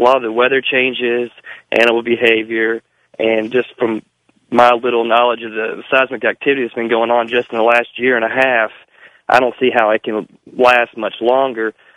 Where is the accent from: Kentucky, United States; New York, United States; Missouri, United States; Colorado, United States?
Kentucky, United States; And I'm originally from Western Kentucky